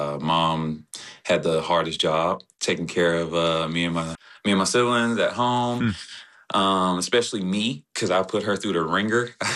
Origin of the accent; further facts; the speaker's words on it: Houston, Texas, United States; So born and raised Houston, Texas. Me and my dad, my mom, my sister, two sisters, one brother.